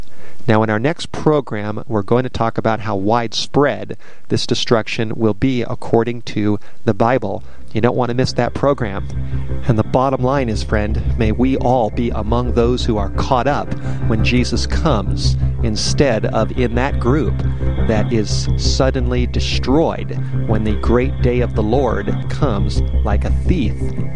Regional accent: Studio City, California, United States; I grew up in Studio City of Southern California, and I tell you, the city that I lived in was not a holy city. It was a wicked city.

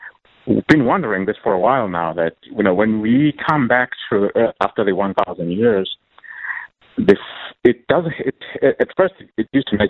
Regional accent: Zimbabwe; now in Indianapolis, United States; I'm originally from Zimbabwe, so right next door to where he comes from.

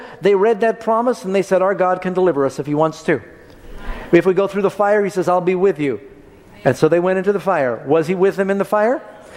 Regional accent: New York City, New York, United States; I remember I grew up in New York City, and the first time I read chaff in the Bible, I had no idea what that was.

